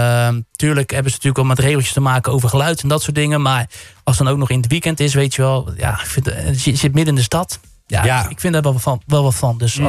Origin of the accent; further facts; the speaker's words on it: Schiedam, South Holland, Netherlands; ik ben geboren getogen in Schiedam. En waar ik woon ik al heel mijn leven.